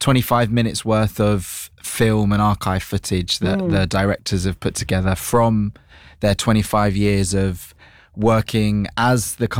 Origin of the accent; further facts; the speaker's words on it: London, United Kingdom; moved away as an adult; also born or lived in Scotland / Hereford / Japan; So I grew up in London, grew up in North London, and then also trained professionally in London.